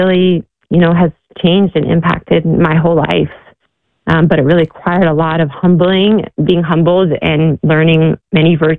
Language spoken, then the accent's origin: English; United States; as an American coming